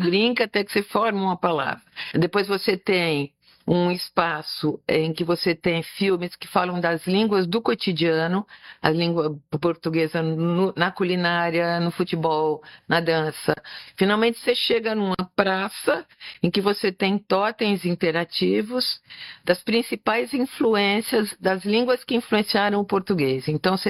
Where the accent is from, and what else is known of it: Brazil